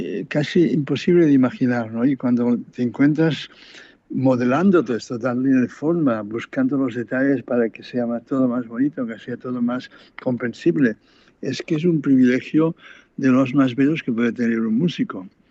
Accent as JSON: {"language": "Spanish", "region": "Catalonia", "country": "Spain", "said": "yo me siento tan español como cualquiera, soy catalán, pero siempre he reivindicado mi cultura hispánica"}